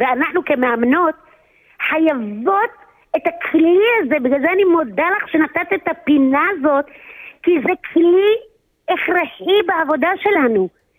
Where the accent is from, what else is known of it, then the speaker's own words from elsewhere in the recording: Tzelafon, Jerusalem District, Israel; moved away; צלפון זה המושב שבו גדלתי